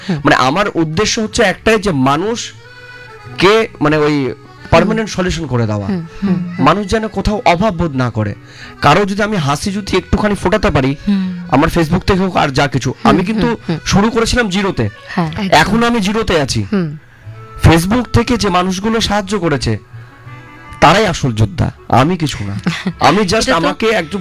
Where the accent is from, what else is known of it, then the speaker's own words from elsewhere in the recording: West Bengal, India; first language Bengali; আমার নিজের রাজ্যে পশ্চিমবাংলায় আমি প্রচুর সাপোর্ট পেয়েছি